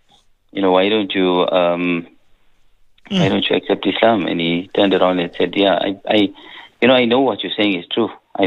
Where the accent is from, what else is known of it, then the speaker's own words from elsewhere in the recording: South Africa; You're from so-and-so place, you'll be like, oh, I'm from South Africa.